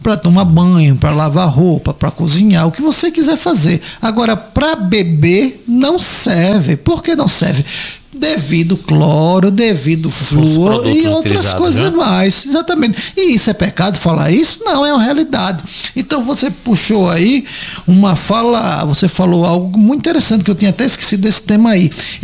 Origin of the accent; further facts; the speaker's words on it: Alagoas, Brazil; now in Coruripe, Brazil; eu tô morando em Cururipe, que na verdade a minha eu sou do litoral, né? Eu não sou do Agreste nem do Sertão, sou do litoral. Então a gente mora lá e mora também em São Sebastião.